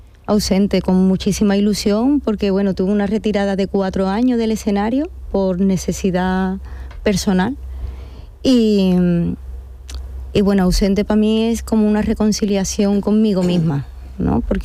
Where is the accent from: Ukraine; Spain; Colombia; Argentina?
Spain; Seville, Andalusia; Y no se puede hacer en Bienal de Sevilla, me da mucha pena porque es mi tierra. Tengo 49 años, es mi momento